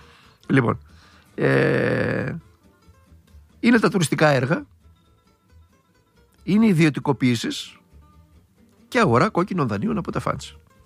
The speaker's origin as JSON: {"language": "Greek", "country": "Greece", "said": "που είχαμε εμείς ως Έλληνες"}